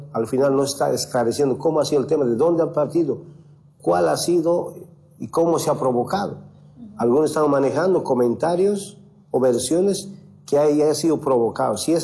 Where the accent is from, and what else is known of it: Bolivia